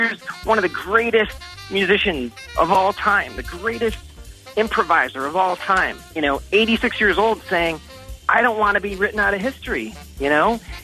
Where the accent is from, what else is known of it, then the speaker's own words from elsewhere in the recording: Harlem, New York, United States; and I grew up in Harlem, my grandmother taking me to civil rights march, you know, and these things were really important.